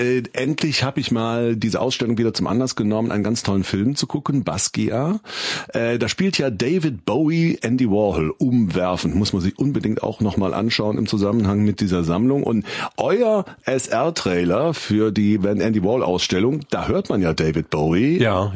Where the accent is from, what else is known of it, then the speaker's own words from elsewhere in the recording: Cologne, North Rhine-Westphalia, Germany; ich bin ja ein Kölsche Junge